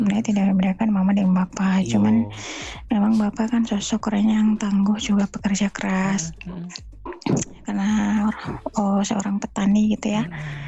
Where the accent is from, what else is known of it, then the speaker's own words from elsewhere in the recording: Sulawesi, Indonesia; Walaupun saya orang Sulawesi, tapi ya menikah sama orang Maluku